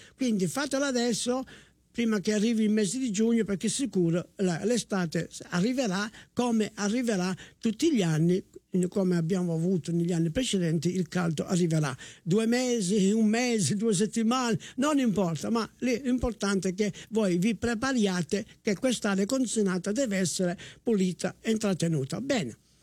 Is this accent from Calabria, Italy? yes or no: yes; Cosenza, Calabria, Italy; accent: Cosentino; non è che io adesso mi butto a parlare il mio cosentino, il mio dialetto